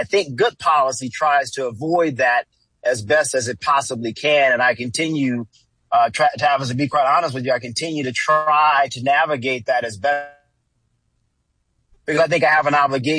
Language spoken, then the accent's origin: English; the South, United States; You know, I grew up in the South.